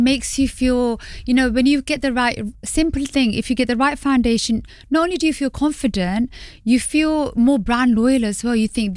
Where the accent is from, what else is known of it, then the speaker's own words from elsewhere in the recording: London, United Kingdom; being a Londoner, I spent half my life in London.